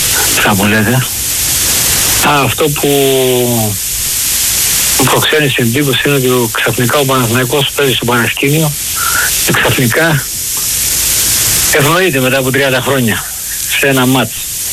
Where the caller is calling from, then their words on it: Melissia, Attica, Greece; από τα Μελίσια.